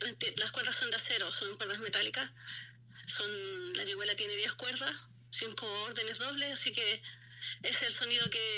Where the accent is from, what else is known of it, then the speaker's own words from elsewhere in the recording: Curicó, Maule, Chile; now in Copiapó, Chile; Sí, yo vivo en Copiapó, yo nací en Curicó, soy maulina, soy de nacida y criada en Curicó, como se dice. Y me vine como en el año 87 a vivir acá a Copiapó.